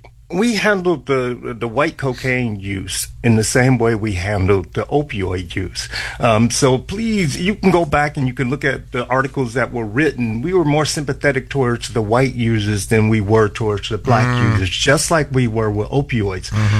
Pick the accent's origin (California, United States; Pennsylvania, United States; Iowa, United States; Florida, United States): Florida, United States; Miami; born or raised there